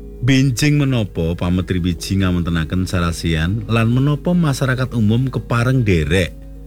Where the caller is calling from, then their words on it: Jetis, Special Region of Yogyakarta, Indonesia; Salajengipun … saking Jetis Bantul.